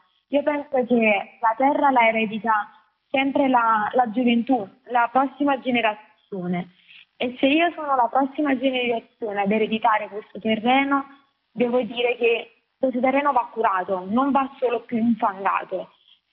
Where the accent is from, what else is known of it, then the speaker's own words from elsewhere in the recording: Campania, Italy; la mia terra è la terra dei fuochi, la terra dei morti.